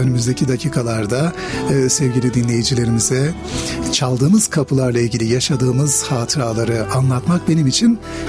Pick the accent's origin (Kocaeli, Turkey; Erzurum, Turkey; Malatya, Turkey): Malatya, Turkey; moved away as an adult; also born or lived in Ankara; Ben ilk ve orta öğrenimim Malatya'da, memleketim olan Malatya'da tamamladım. Sonrasında Ankara'da Gazi Üniversitesi'nde İktisadi İdare Bilimler Fakültesini bitirdim.